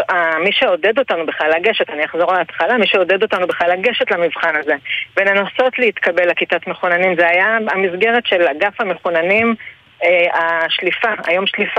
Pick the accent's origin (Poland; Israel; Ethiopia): Israel; Tel Katzir, Northern District; קיבוץ תל קציר.